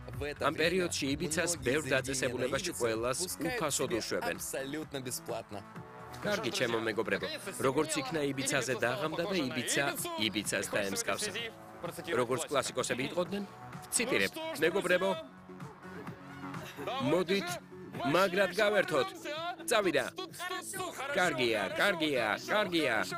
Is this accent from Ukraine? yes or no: yes; Ukraine; მე უკრაინიდან ვარ